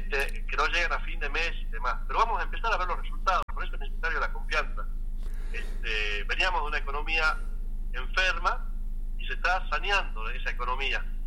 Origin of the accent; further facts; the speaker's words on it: Argentina; los argentinos